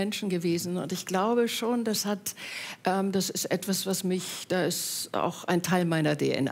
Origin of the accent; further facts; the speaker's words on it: Essen, North Rhine-Westphalia, Germany; born there; Ich bin in Essen teilweise groß geworden.